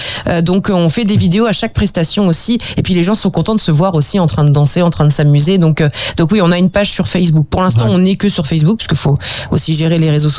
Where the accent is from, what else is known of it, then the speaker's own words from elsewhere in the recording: Bernay-en-Champagne, Pays de la Loire, France; on est des enfants de la campagne, on est né ici. Moi je suis de Bernay en Champagne, était né de Vallon-sur-Gers, donc on est vraiment d'ici.